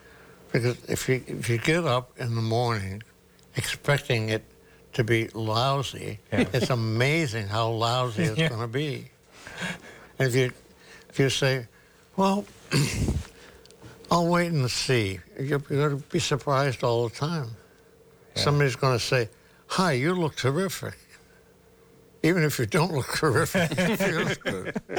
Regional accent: Ireland; being Irish

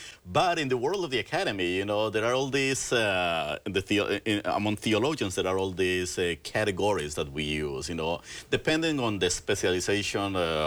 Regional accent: Colombia; moved away as an adult; now in Boston, United States; I was born in South America, in Colombia. You know where I. Pretty much, you know, did most of my basic education. I did my undergraduate studies in Colombia, and then after these undergraduate studies, I came to the United States of America and have been living in this country for, what, about 20 years.

